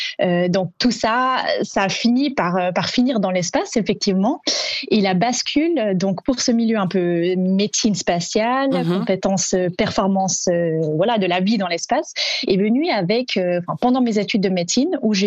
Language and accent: French; Vaud, Switzerland; moved away as an adult; also born or lived in Bern / Fribourg; now in Toulouse, France; Alors la Suisse, c'est mon pays natal. Je suis née et j'ai grandi en Suisse, dans le canton de Vaud. Et j'ai poursuivi mes études à Berne, à Fribourg, et ça fait maintenant un an que je travaille au MEDES pour l'Agence spatiale française à Toulouse, dans le sud.